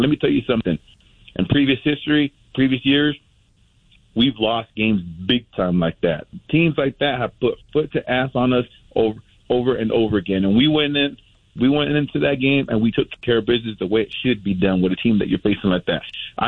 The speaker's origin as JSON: {"language": "English", "town": "Oakland", "region": "California", "country": "United States", "said": "I'm an OG from Oakland, the Oakland days, the Coliseum."}